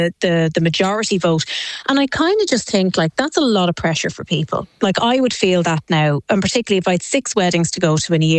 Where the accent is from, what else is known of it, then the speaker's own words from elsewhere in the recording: Ireland; as Irish, we're always very conscious